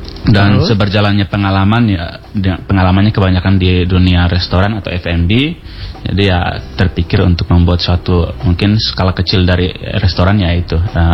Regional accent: Kupang, East Nusa Tenggara, Indonesia; Ya kalau kita orang Kupang, kalau Pu itu kepunyaan.

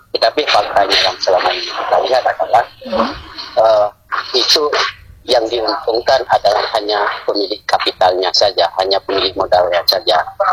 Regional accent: Aceh, Indonesia; kita Aceh ini adalah wilayah agraris

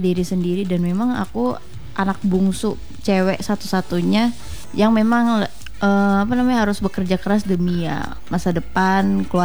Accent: North Sumatra, Indonesia; Apalagi aku suku Batak kan, biasanya Batak itu kuat.

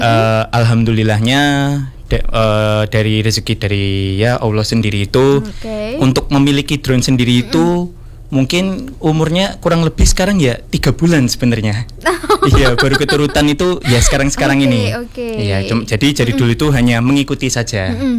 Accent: Sidoarjo, East Java, Indonesia; Saya asalnya dari Taman Sidoarjo dan juga kebetulan sekarang sedang menempuh studi ilmu komunikasi di Universitas Darussalam Gontor.

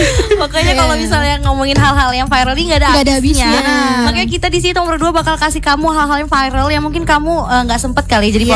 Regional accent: Bandar Lampung, Lampung, Indonesia; gue kan anak rumah, gue asli Bandar Lampung

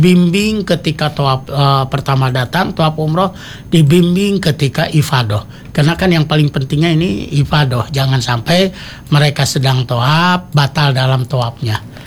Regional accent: Indonesia

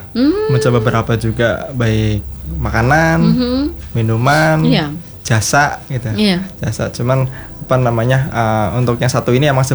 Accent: Cilacap, Central Java, Indonesia; saya memang aslinya dari Kabupaten Cilacap.

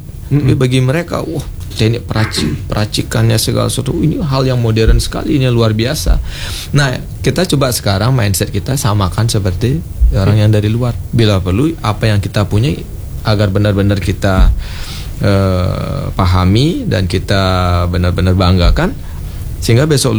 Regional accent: Bali, Indonesia; Kita orang Bali penari

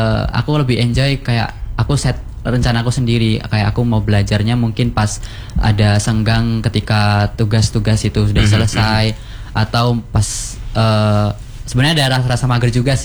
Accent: Banyuwangi, East Java, Indonesia; born there; first language Javanese; now in Malang, Indonesia

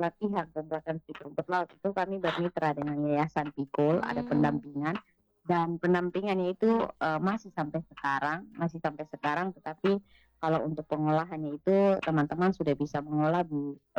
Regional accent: Kupang, East Nusa Tenggara, Indonesia; biasa kita orang Kupang bilang kiri-kiri

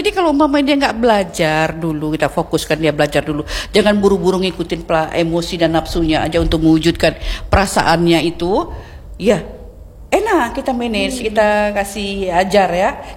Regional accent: Aceh, Indonesia; Ngurusin suami harus kita siapin, apalagi kita Aceh.

